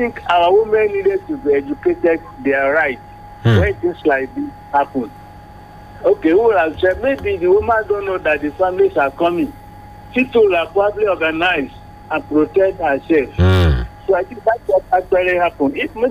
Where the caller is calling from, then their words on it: Ilorin, Kwara, Nigeria; from Ilorin.